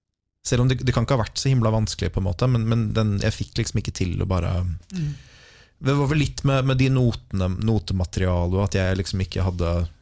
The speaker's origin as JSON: {"language": "Norwegian", "region": "Oslo", "country": "Norway", "tie": "born or raised there", "said": "jeg vokste opp litt på Grynløkka. Akkurat nå så bor jeg liksom midt mellom Grynløkka og Kjellandsplass."}